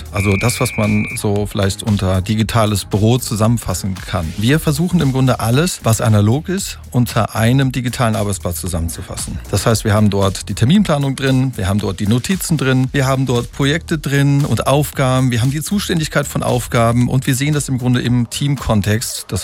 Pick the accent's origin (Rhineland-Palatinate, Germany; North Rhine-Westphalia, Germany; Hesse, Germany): North Rhine-Westphalia, Germany; Siegen; Wir kommen halt aus Siegen, wir sind mit der Region verbunden.